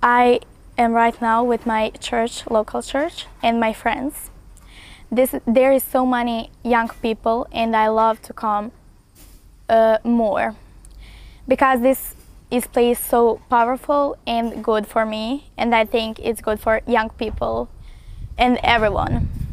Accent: Rijeka, Primorje-Gorski Kotar County, Croatia; English is a second language; I come from Croatia. I lived in Rijeka.

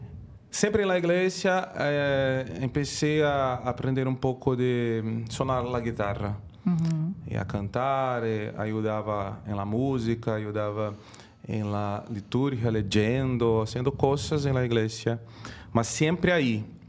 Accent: Rio Branco, Acre, Brazil; Spanish is a second language; moved away; soy de Brasil, uh-huh. De la ciudad de Río Branco, el estado de Acre, que es dentro de la selva amazónica.

